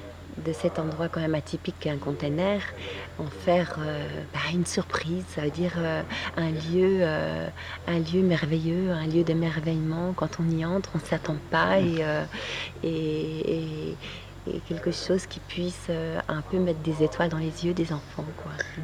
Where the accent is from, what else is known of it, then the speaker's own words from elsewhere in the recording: Geneva, Switzerland; moved away as an adult; now in Paris, France; Ouais, je suis à Genève, j'ai grandi à Genève et j'ai rêvé d'aller vivre à Paris